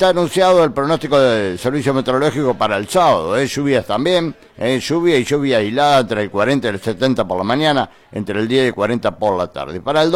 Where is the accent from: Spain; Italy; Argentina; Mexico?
Argentina; Somos argentinos